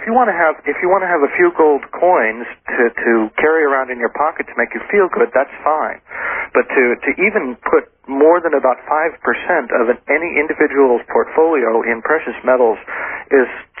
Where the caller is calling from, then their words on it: Ofterschwang, Bavaria, Germany; From Aufteschwang in Germany, which is very near the Austrian border.